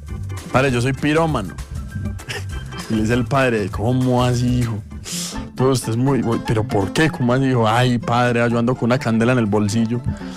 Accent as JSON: {"language": "Spanish", "region": "Antioquia", "country": "Colombia", "said": "Yo soy orgullo de Antioquia, mío."}